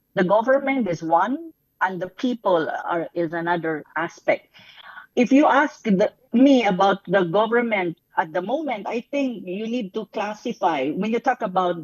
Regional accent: Philippines; But people like me, I'm a Filipino, I don't see it that way.

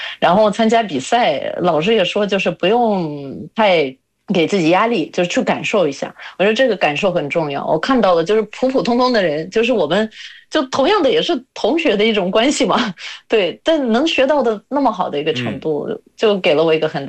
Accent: Latvia; Chinese is a second language; now in China

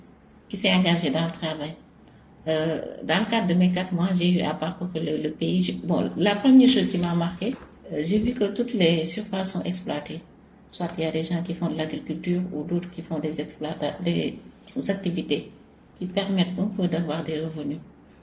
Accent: Dakar, Senegal; je suis journaliste. Je viens de Dakar au Sénégal.

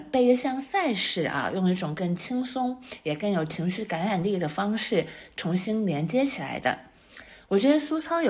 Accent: Jiangsu, China; 因为我自己是江苏人啊，所以对江苏各个城市呢，多少都有一种天然的熟悉感和亲切感啊。

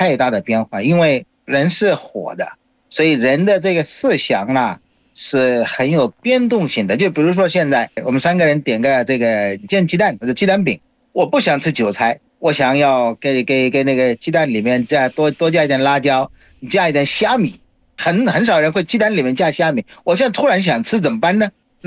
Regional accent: Bangladesh; Chinese is a second language

